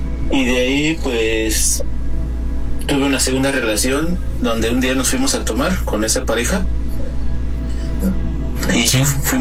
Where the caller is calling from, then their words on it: Toluca, State of Mexico, Mexico; De aquí de Toluca, en el Estado de México.